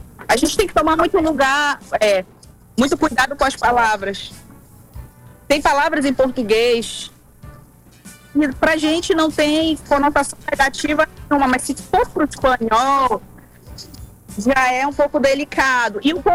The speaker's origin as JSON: {"language": "Portuguese", "country": "Brazil", "moved": "yes", "lives_now": "Barcelona, Spain", "said": "Embora eu sou brasileira, eu amo meu país, a minha cultura"}